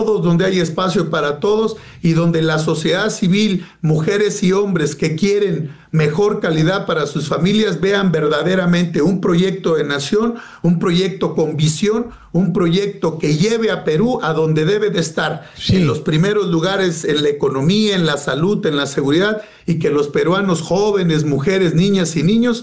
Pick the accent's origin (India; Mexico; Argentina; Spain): Mexico; porque soy mexicano.